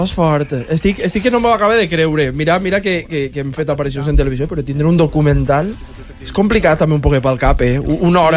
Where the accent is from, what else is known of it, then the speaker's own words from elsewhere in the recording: Valencian Community, Spain; now in Newcastle, United Kingdom; l'orgull, en el meu poble, a València, vingueren a Newcastle, dins de casa, a casa dels meus pares